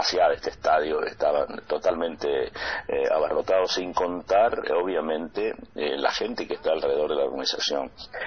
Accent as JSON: {"language": "Spanish", "country": "Bolivia", "said": "Nosotros como bolivianos siempre estamos a la saga"}